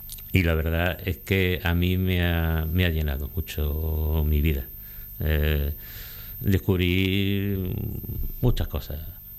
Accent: San Fernando, Andalusia, Spain; porque yo soy de San Fernando, pero de una familia de militares y de marinos y demás

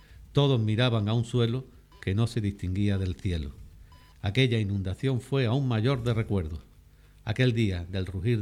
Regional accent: Grazalema, Andalusia, Spain; en mi tierra, en mi patria chica, en Grazalema, donde nací, me crié y donde están mis raíces.

